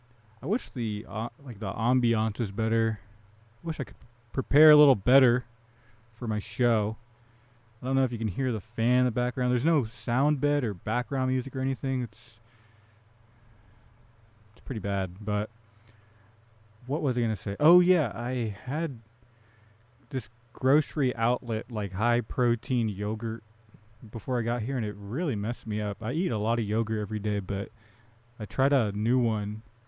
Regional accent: Fremont, California, United States; someone who's from a hometown, whose hometown is a place that I have contempt for. Fremont, California. I'm from Fremont. And yeah, I don't know. I like that I grew up around non-white

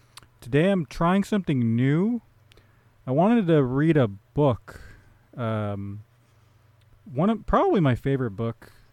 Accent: Fremont, California, United States; now in Oakland, United States; Fremont, California. I'm from Fremont. And yeah, I don't know. I like that I grew up around non-white people, but I do have a lot of contempt for that city. I'm glad to be in Oakland.

